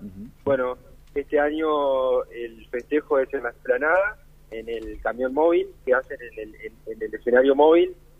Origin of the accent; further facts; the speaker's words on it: Aldea María Luisa, Entre Ríos, Argentina; Yo soy de Aldea María Luisa y tengo 26 años.